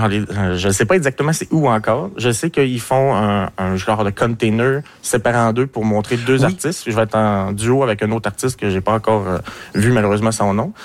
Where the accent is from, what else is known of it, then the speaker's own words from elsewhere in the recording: Quebec, Canada; je suis un Québécois qui écrit, je veux que ça soit écrit comme chez moi finalement.